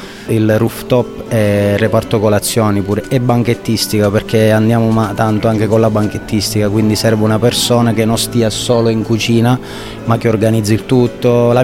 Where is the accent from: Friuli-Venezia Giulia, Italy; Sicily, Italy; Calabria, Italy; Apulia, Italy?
Sicily, Italy; Ragusa; Io sono partito dalla Sicilia, da lontana Sicilia, da Ragusa precisamente, facendo scuola alberghiera